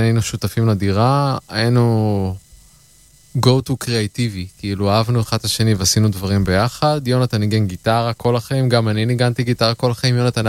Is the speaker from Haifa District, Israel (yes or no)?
yes; Haifa, Haifa District, Israel; moved away as an adult; אז אני גדלתי שם